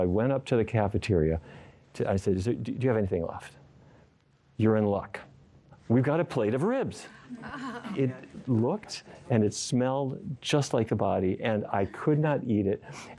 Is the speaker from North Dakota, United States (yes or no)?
yes; Fargo, North Dakota, United States; I grew up in Fargo, North Dakota, and it was cattle country for me and my grandpa.